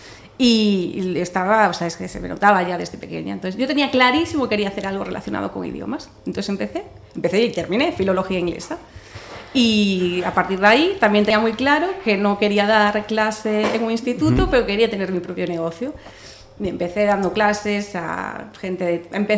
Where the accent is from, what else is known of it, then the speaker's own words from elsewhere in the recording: Narón, Galicia, Spain; Yo soy de Narón.